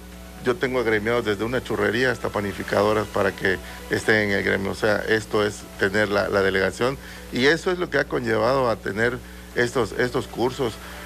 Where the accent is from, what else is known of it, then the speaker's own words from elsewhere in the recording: Campeche, Mexico; representando al gremio de Campeche, en este caso como delegado que soy de aquí de Campeche.